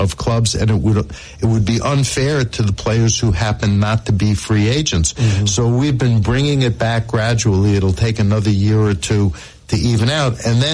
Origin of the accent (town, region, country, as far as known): New York, United States; born or raised there